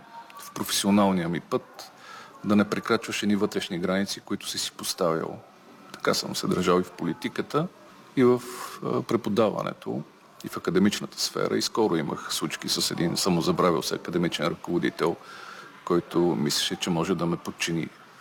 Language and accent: Bulgarian; Kyustendil Province, Bulgaria; близо до родното ми село Метоха Орлица преди Рилския манастир